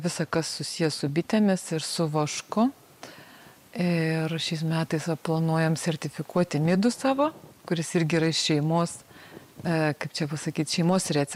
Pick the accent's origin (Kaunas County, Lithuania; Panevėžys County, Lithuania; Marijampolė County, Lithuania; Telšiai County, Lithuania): Telšiai County, Lithuania; Plungė; Šiaip kilimo esu iš Plungės. Senelis bitininkavo prie Salantų. Mama bitininkavo prie Plungės, prie Platelių labiau. O aš prie Trakų.